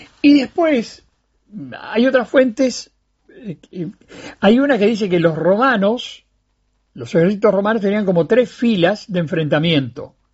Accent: Montevideo, Uruguay; en mi barrio, que es el barrio Bolívar, donde yo nací en Montevideo

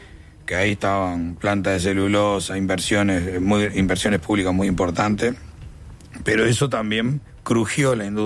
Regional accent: Uruguay; Como empresario uruguayo te digo eso.

